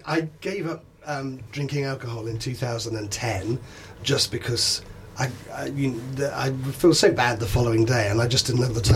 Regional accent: London, United Kingdom; I come from London

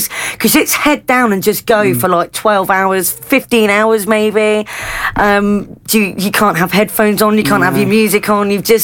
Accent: South West England, United Kingdom; I grew up in Devon. Luckily, I sort of am a surfer, so I'm quite hot on it

